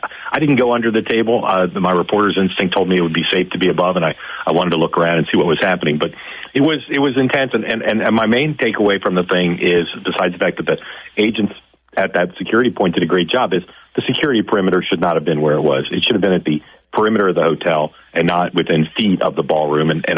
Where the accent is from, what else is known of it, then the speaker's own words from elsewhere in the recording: United States; You know, I'm a American and I'm a dad and a husband, but also a reporter.